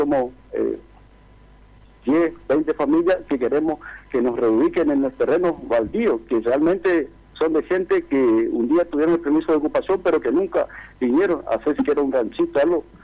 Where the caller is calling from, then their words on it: Chaco, Argentina; yo soy nuevo acá en el barrio, y me duele porque soy un ciudadano chaqueño